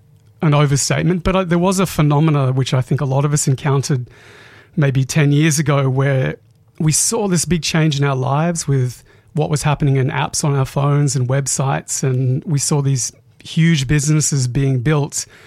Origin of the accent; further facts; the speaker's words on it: Queensland, Australia; I grew up mainly in North Queensland, Caranda, Mareeba, moved all around the world.